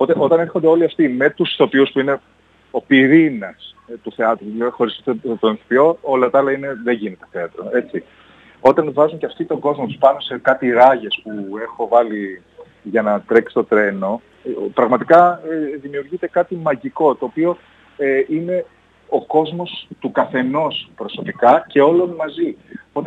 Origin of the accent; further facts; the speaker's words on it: Thessaloniki, Central Macedonia, Greece; Όταν είμαι εδώ, στη Θεσσαλονίκη, στην πόλη μου